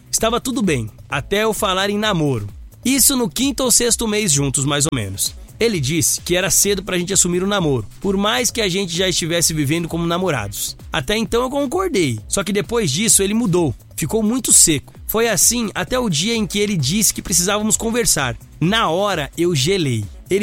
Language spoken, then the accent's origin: Portuguese; Taubaté, São Paulo, Brazil; Eu sou de Taubaté.